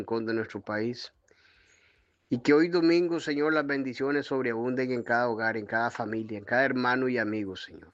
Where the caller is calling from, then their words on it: Costa Rica; nuestra gobernante de nuestro país, de Costa Rica